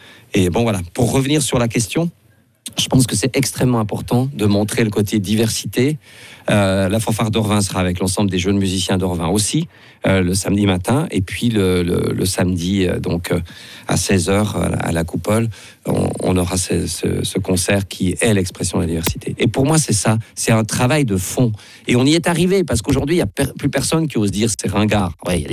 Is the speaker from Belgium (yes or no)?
no; Switzerland; les instruments à vent sont un exemple remarquable du fonctionnement de la société civile chez nous en Suisse, vraiment.